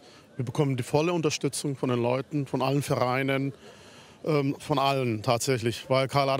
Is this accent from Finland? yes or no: yes; Finland; ich komme ja aus Finnland